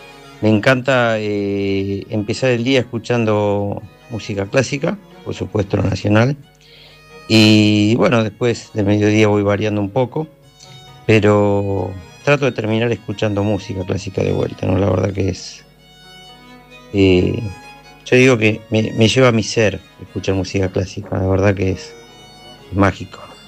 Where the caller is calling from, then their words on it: General Pacheco, Buenos Aires Province, Argentina; les hablo de Pacheco, Partido del Tigre.